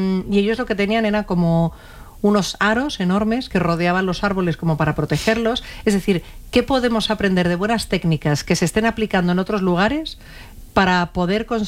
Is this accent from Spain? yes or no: yes; Community of Madrid, Spain; nosotros como madrileñas y madrileños